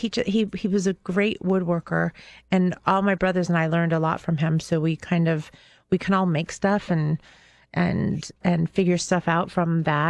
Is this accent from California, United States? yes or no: yes; the Valley, California, United States; we grew up in the Valley, which in the 70s was like being in the country.